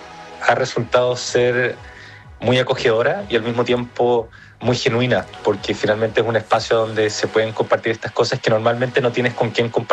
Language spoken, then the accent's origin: Spanish; Chile; also born or lived in United States; nací en Estados Unidos, pasé mis primeros años allá, pero ya. Mi familia es chilena, yo soy chileno, todo ya. Mi... entorno chileno, así que más chileno que los porotos imposible, solamente nací allá.